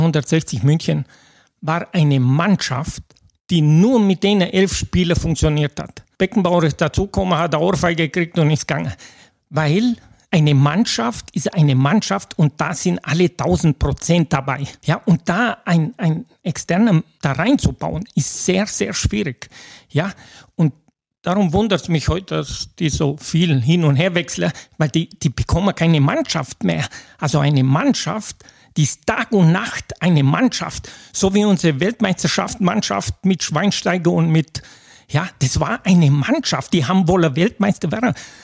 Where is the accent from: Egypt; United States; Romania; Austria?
Romania; Mașloc, Timiș County; moved away as an adult; also born or lived in Bruckenau, Romania; now in Kirchdorf; Ich bin nochmal geboren in Rumänien, Blumenthal. Habe dort 20 Jahre gelebt. Und dann bin ich zu meiner Frau gezogen nach Bruckenau. Habe dort 10 Jahre gelebt.